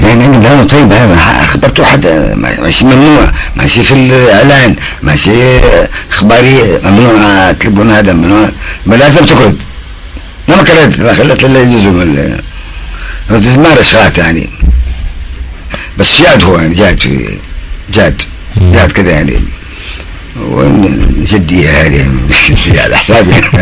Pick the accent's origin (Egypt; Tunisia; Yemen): Yemen; Mukalla, Hadhramaut; born there; also born or lived in Ghayl Ba Wazir; جابنا وانا طفل يعني سكننا في المكلا